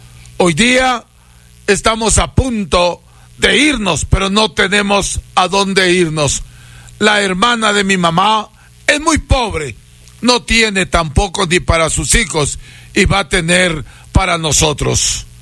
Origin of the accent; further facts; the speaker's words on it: Píllaro, Tungurahua, Ecuador; Yo soy de Píllaro